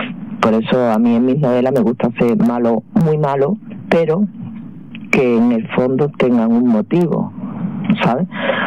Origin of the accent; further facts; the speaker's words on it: Cádiz, Andalusia, Spain; Yo soy incapaz de tocar las partes, ya que soy de Cádiz, no tengo ritmo ninguno, soy incapaz de tocar las palmas.